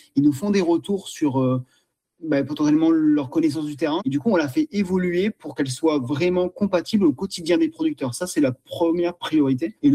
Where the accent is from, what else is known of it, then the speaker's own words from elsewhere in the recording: Provence-Alpes-Côte d'Azur, France; Nous, on est originaire des Hautes-Alpes et c'est vrai qu'on a toujours été habitués à bien manger, à bien consommer.